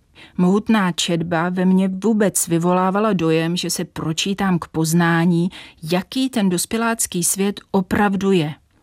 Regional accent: Hradec Králové Region, Czechia; zjistila jsem, že náměty Štorch čerpal i u nás na Hradecku. Štorchovi rodiče podle všeho bydleli dokonce kousek od našeho domu.

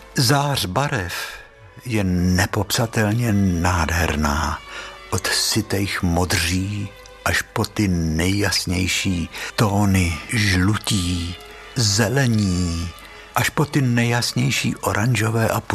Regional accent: Bohemia, Czechia; jsme z Čech a Černé divadlo z Prahy

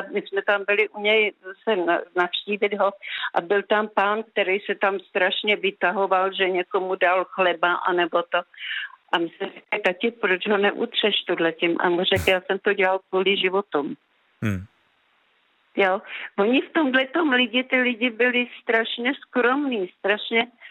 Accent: Skryje, Central Bohemian Region, Czechia; Ne, já pocházím ze Skrej

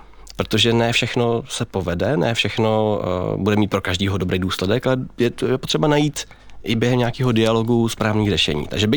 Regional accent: Sudetenland, Czechia; já jsem třeba ze Sudet

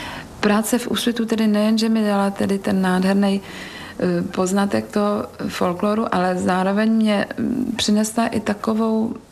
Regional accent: Žirovnice, Vysočina Region, Czechia; moved away; also born or lived in České Budějovice; Já jsem ze Žirovnice, což je na rozhraní vlastně jižních Čech a Českomoravské Vysočiny. Ale já se pokládám po rodičích za jeho Čecha.

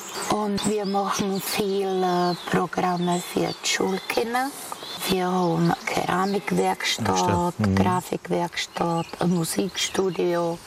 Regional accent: Karlovy Vary Region, Czechia; moved away as an adult; also born or lived in Aš (Asch), Czech Republic (birthplace); now in Teplá, Czech Republic; Ich stamme von Verwildstuhl. … die Mutti

